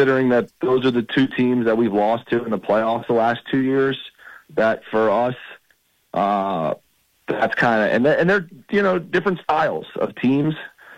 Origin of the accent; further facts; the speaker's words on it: Washington, District of Columbia, United States; No, I went to Boston College. I'm actually from Washington, D.C.